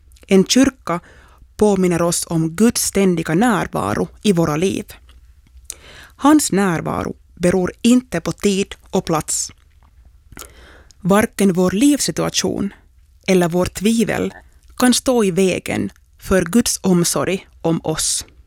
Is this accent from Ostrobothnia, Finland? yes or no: no; Träskända, Uusimaa, Finland; från Träskända